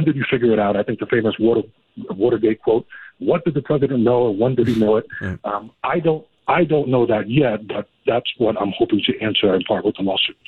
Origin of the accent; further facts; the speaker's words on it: Providence, Rhode Island, United States; I've born and raised in South Providence. That's where my work is rooted.